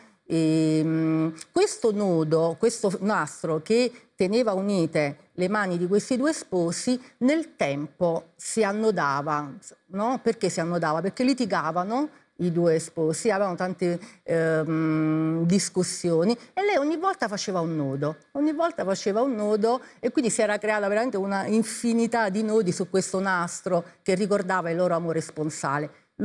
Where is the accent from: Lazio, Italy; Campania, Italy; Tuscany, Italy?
Lazio, Italy; Gaeta; delle signore di Gaeta, io sono di Gaeta, e della mia parrocchia di allora